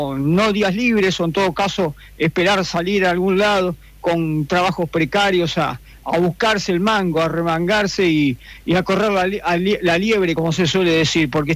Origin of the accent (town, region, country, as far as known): Argentina